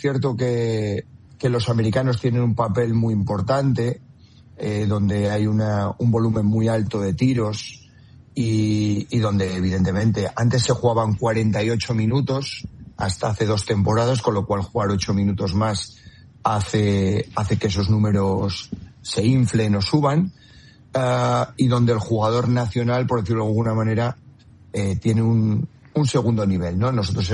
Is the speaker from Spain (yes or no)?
yes; Valladolid, Castile and León, Spain; moved away as an adult; salí de España y volví en el año 20 a entrenar en mi ciudad de Valladolid, en Aleboro